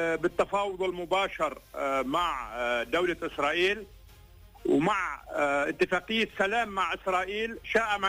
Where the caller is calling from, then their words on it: Lebanon; شعب لبنان العظيم اللي هو نحن